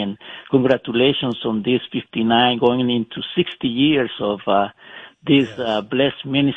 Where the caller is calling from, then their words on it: California, United States; I'm calling from California.